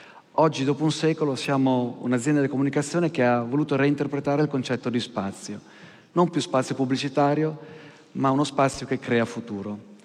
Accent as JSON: {"language": "Italian", "region": "Emilia-Romagna", "country": "Italy", "tie": "born or raised there", "said": "la Romagna, che la mia terra natia"}